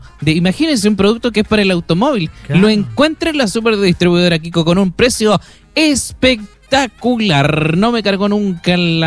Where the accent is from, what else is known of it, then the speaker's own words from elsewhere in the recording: Chile; así somos los chilenos